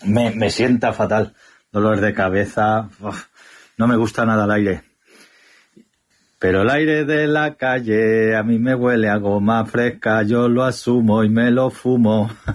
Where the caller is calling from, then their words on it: Valencia, Valencian Community, Spain; de Valencia